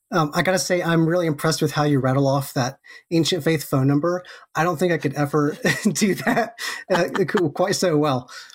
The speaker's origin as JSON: {"language": "English", "town": "Canton", "region": "North Carolina", "country": "United States", "tie": "born or raised there", "also_born_or_lived": "Athens, Georgia", "said": "So I was born in Athens, Georgia. But my parents, when I was quite young, my parents moved to Western North Carolina. And so I grew up in a small town called Canton, which is just outside of Asheville, North Carolina."}